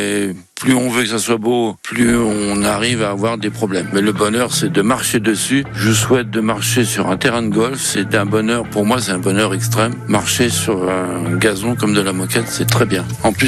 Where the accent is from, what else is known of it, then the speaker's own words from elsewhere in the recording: Lyon, Auvergne-Rhône-Alpes, France; now in Auxerre, France; je suis originaire de Lyon et je suis un ancien entrepreneur de jardin. Je suis en retraite depuis 3 ans. Et j'habite sur la commune d'Auxerre, le hameau des Chênais.